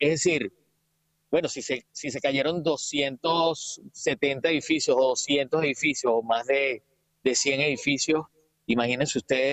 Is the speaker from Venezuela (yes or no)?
yes; Venezuela; moved away; Sí, yo creo que todos los venezolanos estamos, los que estamos fuera, tratando